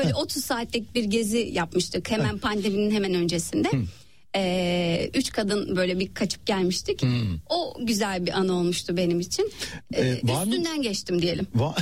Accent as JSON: {"language": "Turkish", "region": "İzmir", "country": "Turkey", "tie": "born or raised there", "also_born_or_lived": "Tatvan", "said": "Hayır, yaşamadım. Ben İzmir'de büyüdüm."}